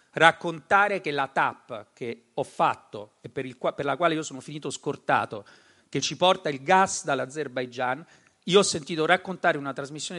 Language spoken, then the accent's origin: Italian; Rome, Lazio, Italy; io vengo da Roma